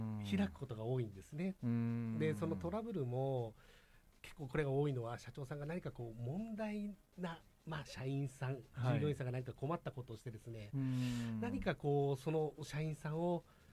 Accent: Saitama, Japan; 私地元が埼玉だったので

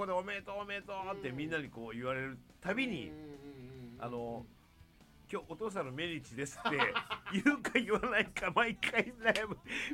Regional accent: Oita, Japan; born or raised there; accent: Oita dialect

